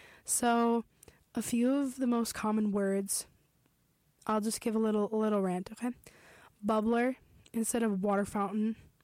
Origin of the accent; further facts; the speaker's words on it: Midwest, United States; I've just kind of been yapping to you about the Midwest, about growing up in the Midwest.